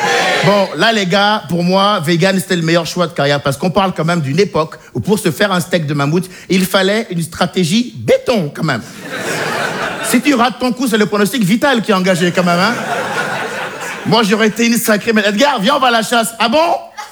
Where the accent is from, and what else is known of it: Benin; born or raised there